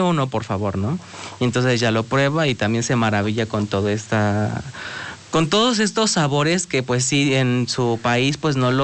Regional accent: Mexico; Siendo como mexicano

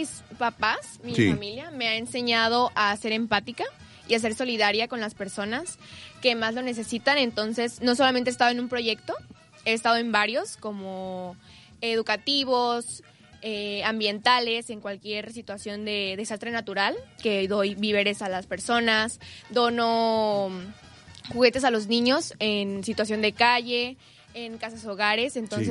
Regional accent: Veracruz, Mexico; siendo orgullosamente veracruzana.

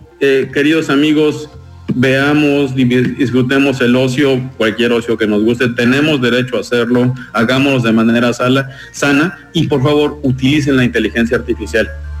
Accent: Mexico; porque somos mexicanos

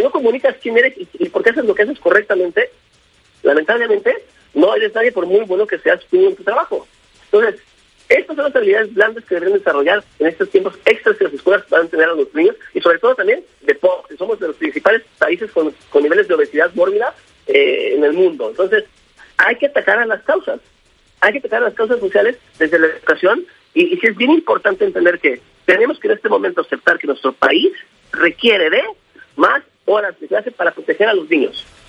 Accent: Mexico; nuestra responsabilidad civil como mexicanos

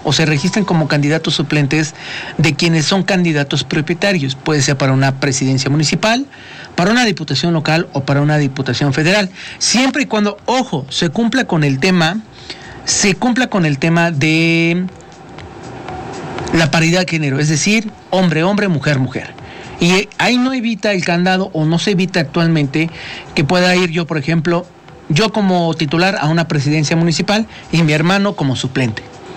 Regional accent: Mexico; somos mexicanos y nos gusta.

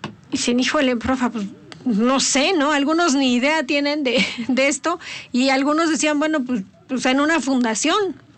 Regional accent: Mexico

